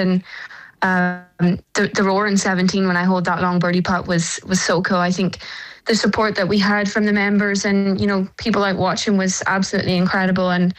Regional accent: Ireland; So I think growing up in Ireland, we're very lucky.

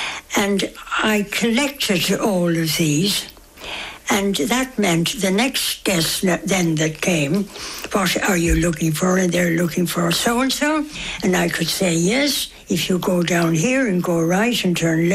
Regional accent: Munster, Ireland; moved away as an adult; now in Burren, Ireland; I come from County Cork

